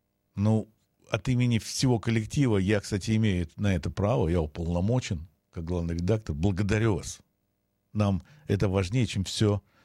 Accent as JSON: {"language": "Russian", "country": "Israel", "said": "я из Израиля."}